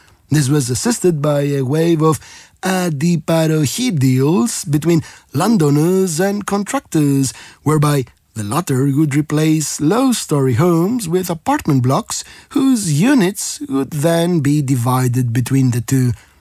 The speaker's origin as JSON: {"language": "English", "town": "Athens", "region": "Attica", "country": "Greece", "tie": "born or raised there", "said": "I was born and raised in Athens at a time when the city was changing at a rapid rate."}